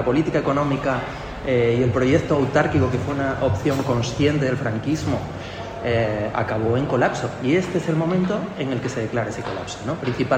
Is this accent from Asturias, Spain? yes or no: yes; Asturias, Spain; moved away; Yo soy de Pumarín, del barrio Pumarín, aunque vivo fuera hace muchos años.